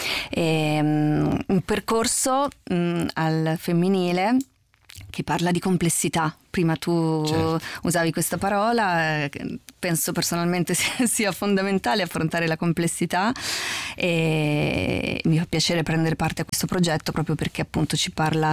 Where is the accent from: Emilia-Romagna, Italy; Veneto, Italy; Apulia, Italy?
Emilia-Romagna, Italy; moved away as an adult; also born or lived in Bologna; now in Rome, Italy; Io sono a Roma da 20 anni e in realtà sono nata a Roma, ma sono cresciuta nel Riminese. E quindi ho studiato recitazione a Bologna e sono arrivata a Roma 20 anni fa